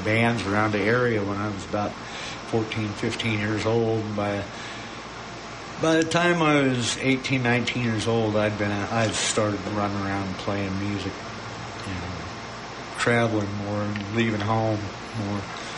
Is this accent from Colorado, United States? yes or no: yes; Colorado, United States; I was born in Colorado, so, you know, I was raised here, so I was born a Broncos fan.